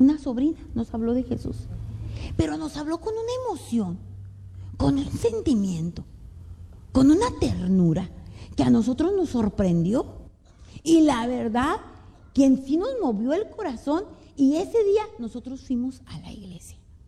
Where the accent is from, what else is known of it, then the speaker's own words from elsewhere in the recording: Monterrey, Nuevo León, Mexico; No, hombre, yo soy de Monterrey, donde uno come cabrito, carne, salsa, tortillas, cosas sabrosas.